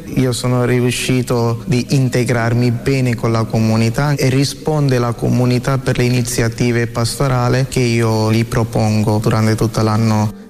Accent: India; now in Italy; vengo dall'India, questa è la mia prima parrocchia affidata dal nostro arcivescovo Padre Bruno Forte.

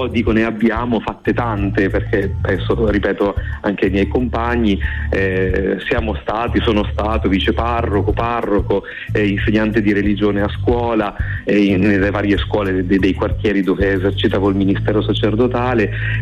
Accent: Parma, Emilia-Romagna, Italy; born there; io sono nato a Parma

